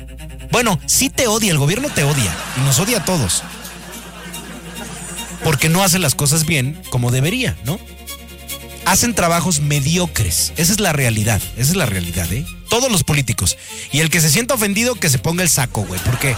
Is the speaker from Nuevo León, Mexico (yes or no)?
no; Morelos, Mexico; born there; es mi tierra. Es la tierra que me vio nacer.